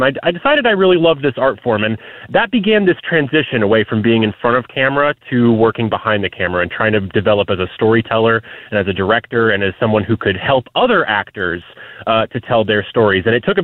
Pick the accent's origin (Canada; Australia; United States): United States; Athens, Georgia; moved away as an adult; also born or lived in New York City; I had to come back to my hometown of Athens, Georgia.